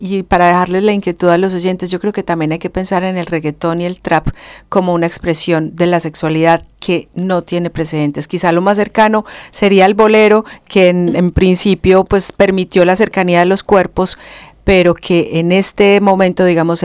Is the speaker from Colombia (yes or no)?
yes; Colombia; aquello que somos como colombianos y como latinoamericanos